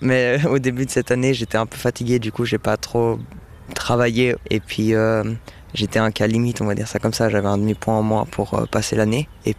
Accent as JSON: {"language": "French", "country": "Switzerland", "tie": "born there", "said": "Je suis un segundo, mes deux parents viennent de Serbie et je suis né en Suisse"}